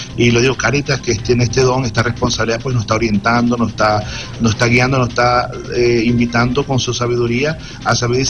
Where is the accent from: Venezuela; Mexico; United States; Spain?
Venezuela; todo una realidad que vamos a pasar nosotros meses apoyando, ayudándonos como pueblo venezolano.